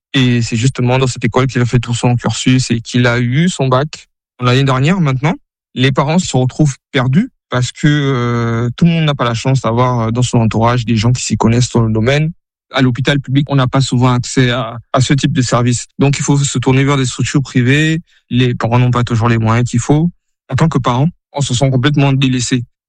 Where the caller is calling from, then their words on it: Libreville, Estuaire, Gabon; J'ai 38 ans et je vous appelle depuis Libreville.